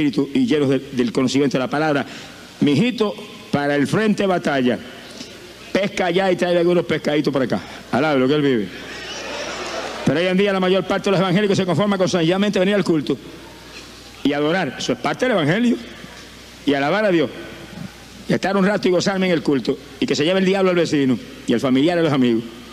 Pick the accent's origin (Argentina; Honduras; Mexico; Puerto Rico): Puerto Rico; Camuy; Yo viví 35 años perdido en mi pueblo de Camuy.